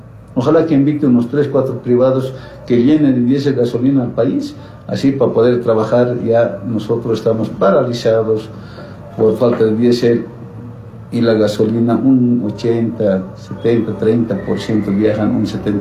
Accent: Bolivia; somos Bolivia

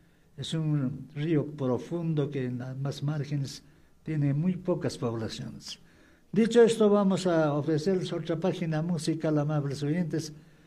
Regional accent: Cusco, Peru; estamos presentes también a la parte alta de mi provincia de Acomayo

